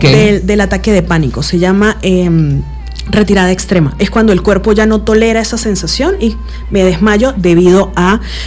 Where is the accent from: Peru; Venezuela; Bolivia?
Venezuela; ese luto lo compartimos los venezolanos